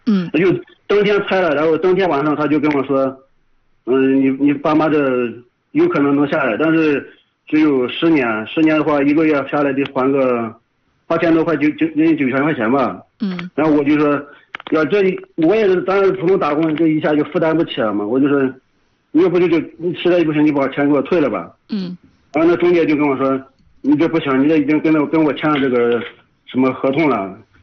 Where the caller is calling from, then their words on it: Yuncheng, Shanxi, China; 我就是运城的，盐湖区的。